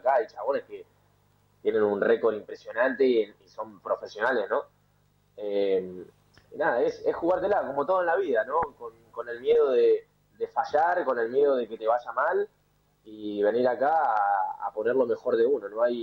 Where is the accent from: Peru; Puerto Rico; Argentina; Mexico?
Argentina; moved away as an adult; also born or lived in Neuquén, Argentina; now in Spain; viste cómo somos los argentinos, donde vamos, armamos una colonia.